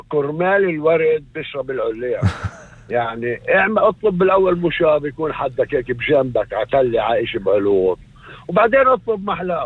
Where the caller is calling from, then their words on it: Northern District, Israel; معك واحد من الشمال، مستمع من الشمال.